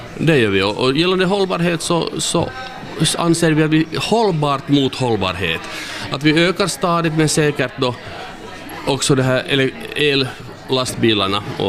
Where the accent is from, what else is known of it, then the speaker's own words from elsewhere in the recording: Karleby, Central Ostrobothnia, Finland; Skärgården betyder nog för mig att jag är uppväxt i Karleby och nära Karleby finns en plats som heter Öja, och där har jag tillbringat på en ö min barndom